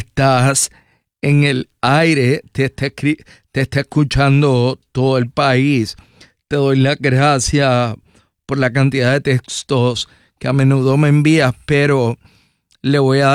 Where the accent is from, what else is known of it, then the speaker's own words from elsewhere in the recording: Puerto Rico; De Country Club soy yo, mija.